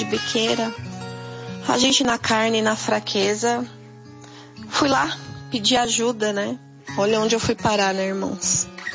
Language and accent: Portuguese; Mairiporã, São Paulo, Brazil; sou da região aqui de Mairiporã.